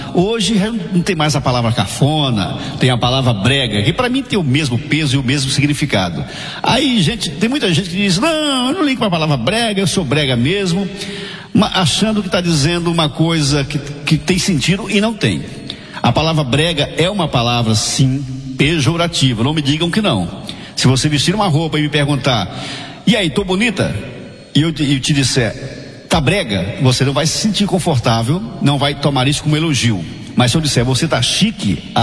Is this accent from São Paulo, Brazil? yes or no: no; Bahia, Brazil; No Nordeste, no meu Nordeste, porque vocês sabem que eu sou nordestino, eu sou baiano